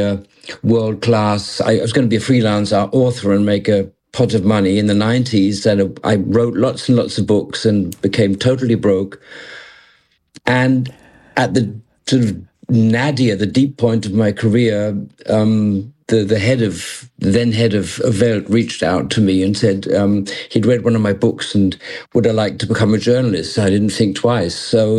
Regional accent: Malaysia; also born or lived in London, United Kingdom / Germany; I was born in London and grew up in what was then the Federation of Malaya, became Malaysia later.

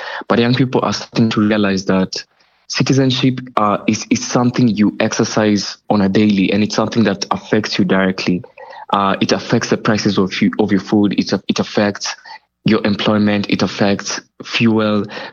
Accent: Kenya; I would say, you know, being Kenyan, Kenyans are currently

